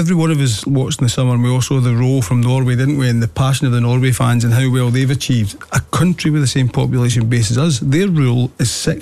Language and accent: English; Scotland, United Kingdom; because I'm a Scottish guy